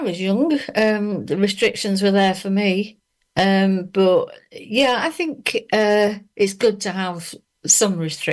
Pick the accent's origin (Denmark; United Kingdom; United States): United Kingdom; Leicester, East Midlands; I lived on the Narborough Road.